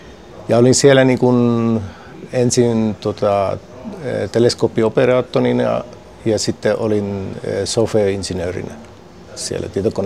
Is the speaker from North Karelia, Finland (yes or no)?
yes; North Karelia, Finland; moved away as an adult; also born or lived in Kuopio; now in Chile; Mä oon ollut 27 vuotta Chilessä. Mä synnyin Joensuun lähellä, kävin koulun siellä ja sitten mä menin ammattikorkeakoulun Kuopiossa